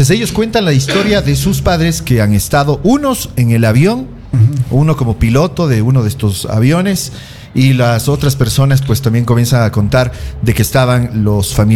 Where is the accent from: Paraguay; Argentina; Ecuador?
Ecuador; para nosotros como ecuatorianos